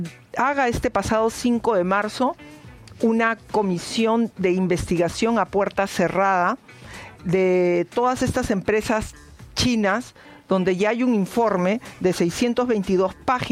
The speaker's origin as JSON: {"language": "Spanish", "country": "Peru"}